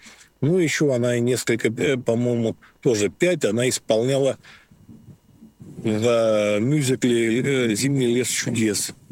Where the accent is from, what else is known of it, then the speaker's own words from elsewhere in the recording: Moscow, Russia; also born or lived in Bogdanovich, Sverdlovsk Oblast; когда мне был один год, мои родители развелись, и меня перевезли в Москву. И я всю свою сознательную и несознательную жизнь прожил здесь, в Москве, в основном в Южном округе